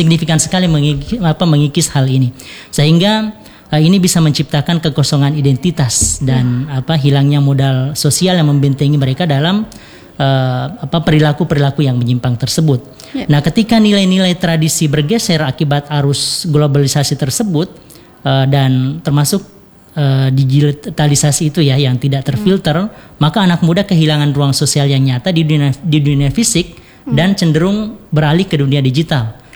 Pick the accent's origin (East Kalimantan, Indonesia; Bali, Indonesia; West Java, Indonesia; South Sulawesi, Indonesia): South Sulawesi, Indonesia; kita sebagai orang Bugis Makassar